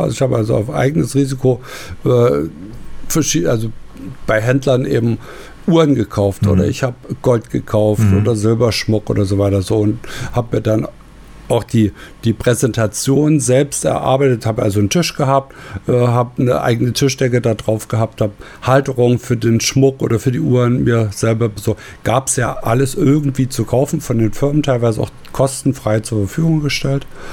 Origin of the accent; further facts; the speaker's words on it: Zwickau, Saxony, Germany; wir hatten eine Tanzschule bei uns in Zwickau und da gab es ein großes Kulturhaus. So, und da war ja zu DDR-Zeiten üblich